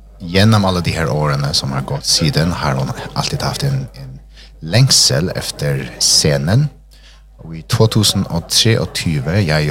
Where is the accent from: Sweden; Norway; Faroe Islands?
Faroe Islands; Jag kommer från Färöarna.